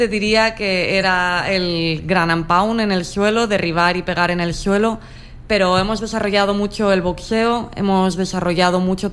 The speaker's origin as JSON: {"language": "Spanish", "country": "Spain", "said": "soy la primera española que está aquí arriba"}